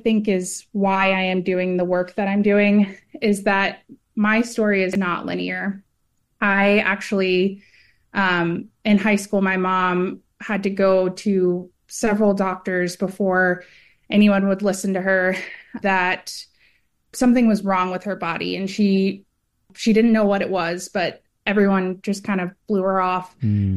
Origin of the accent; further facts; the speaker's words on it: Texas, United States; my grandfather was in the Navy, and so they ended up moving their family to Texas. So I'm actually originally from Texas.